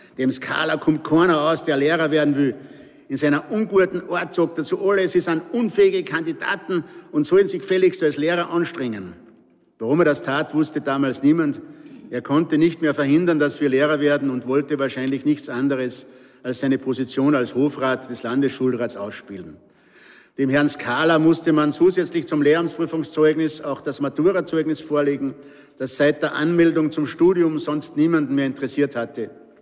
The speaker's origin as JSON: {"language": "German", "region": "Salzburg", "country": "Austria", "accent": "Pinzgau dialect", "said": "Mir als Pinzgauer und auch mit meinem Pinzgauer Dialekt"}